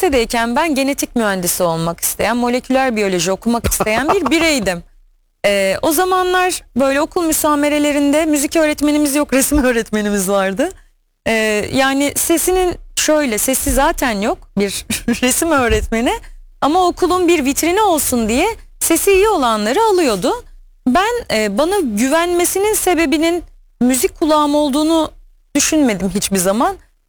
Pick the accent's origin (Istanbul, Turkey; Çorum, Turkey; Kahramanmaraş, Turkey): Istanbul, Turkey; İstanbul'da doğdum büyüdüm. İstanbul'da okumak istiyordum.